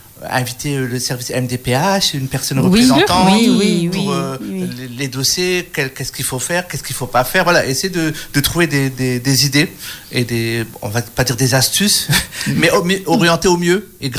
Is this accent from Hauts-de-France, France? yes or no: yes; Tourcoing, Hauts-de-France, France; Malheureusement, je suis de Tourcoing